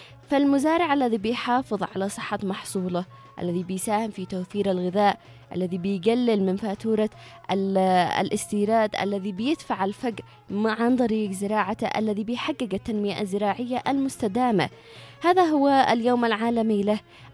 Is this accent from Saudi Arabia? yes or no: no; Yemen; عندنا في اليمن بيئة متنوعة